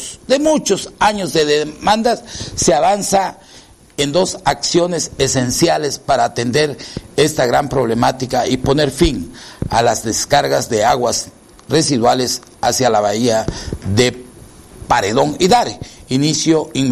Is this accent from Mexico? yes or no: yes; Chiapas, Mexico; amo mucho a mi tierra, que es Chiapas